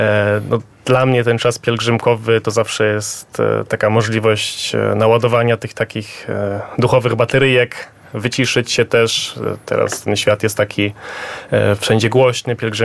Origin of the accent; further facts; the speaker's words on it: Warmian-Masurian Voivodeship, Poland; wcześniej jeszcze 6 razy byłem z moich rodzinnych stron z diecezją elbląską.